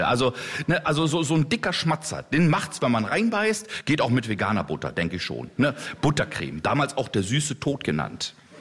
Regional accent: Osnabrück, Lower Saxony, Germany; Den gab es in meiner Kindheit in Osnabrück. Ich habe ihn geliebt. Die Matschbrötchen von Bäcker Wampe, boah, legendär. Bis weit über Osnabrück bekannt, also bis über die Stadtgrenzen.

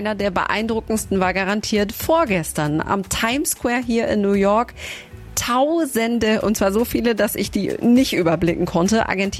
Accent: Germany; wir kommen aus Deutschland

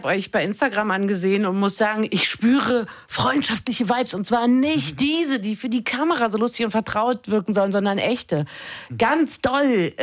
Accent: Berlin, Germany; Ich ich bin in Berlin aufgewachsen. Ich habe ganz wenig Zeit außerhalb der Stadt verbracht.

